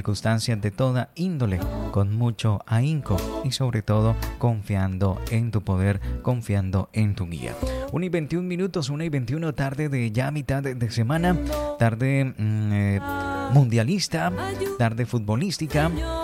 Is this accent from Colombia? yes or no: yes; Colombia; como colombianos, un resultado favorable.